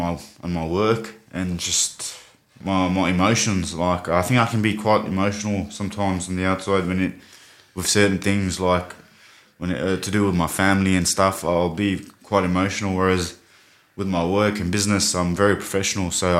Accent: Fiji; moved away; growing up in Fiji

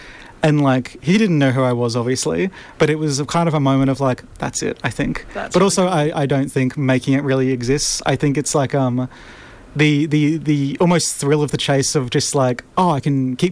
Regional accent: Bundaberg, Queensland, Australia; now in Brisbane, Australia; I'm from Bundaberg, which is like a small town

